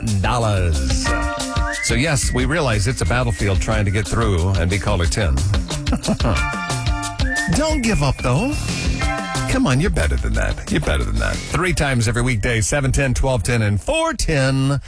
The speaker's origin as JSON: {"language": "English", "town": "Kokomo", "region": "Indiana", "country": "United States", "tie": "born or raised there", "said": "I grew up in Kokomo, Indiana."}